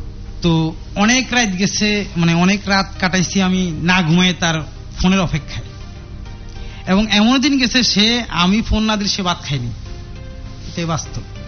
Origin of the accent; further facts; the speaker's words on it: Comilla, Chittagong Division, Bangladesh; now in Dhaka, Bangladesh; আমার দেশের বাড়ি হলো কুমিল্লা, আমি থাকি ঢাকা তেজগাঁও